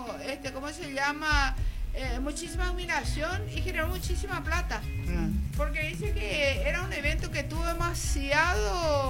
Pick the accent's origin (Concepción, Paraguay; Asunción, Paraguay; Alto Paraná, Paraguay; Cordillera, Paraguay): Concepción, Paraguay; yo soy de Concepción, ¿verdad?